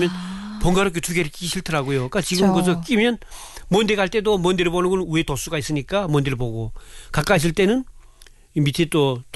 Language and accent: Korean; North Korea; now in South Korea; 특히 우리 고향에 있던 사람들은 안경을 그렇게 정밀하게 이제 재가지고 자기 딱 맞는 안경 끼본 적이 없어요. 그리고 북한은 난시란 말도 난 한국어 들었거든요.